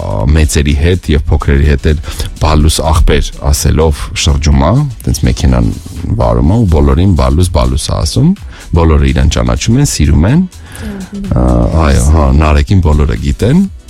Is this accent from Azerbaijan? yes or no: yes; Baku, Azerbaijan; ես 24 ժամ Բաքում եմ եղել, ես մեծացել եմ Բաքում, ես քնել եմ Բաքում, այսպես ասած, ու շատ շնորհակալ եմ իմ Բաքին